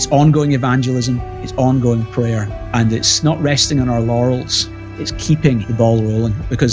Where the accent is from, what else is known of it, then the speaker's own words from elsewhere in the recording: Glasgow, Scotland, United Kingdom; Yeah, so I was born 1975 in Glasgow.